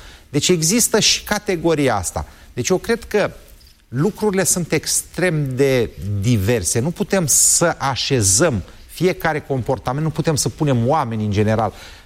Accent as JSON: {"language": "Romanian", "town": "Slobozia", "region": "Ialomița County", "country": "Romania", "said": "Bine, dar eu sunt din Slobozia și n-am 3 ani, că nu știa."}